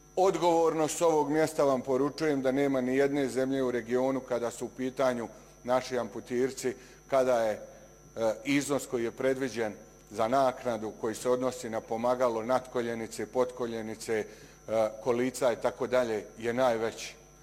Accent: Šamac, Republika Srpska, Bosnia & Herzegovina; Ja sam iz Šamca.

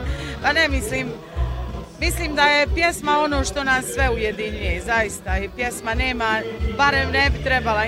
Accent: Bosnia & Herzegovina; born there; katolkinja, ali osjećam ovu pjesmu svojom. To je moja tradicija, moja kultura, živim ovdje, ovdje sam rođena na ovim prostorima

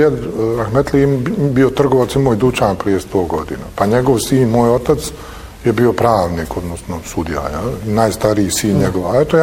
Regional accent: Tuzla, Federation of Bosnia and Herzegovina, Bosnia & Herzegovina; Ja sam rođen u Tuzli, tad se to zvala Oktobarska ulica, tamo sam proveo djetinjstvo.

